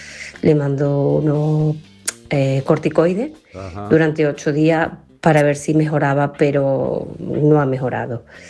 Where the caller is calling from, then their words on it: Fuerteventura, Canary Islands, Spain; de Fuerteventura.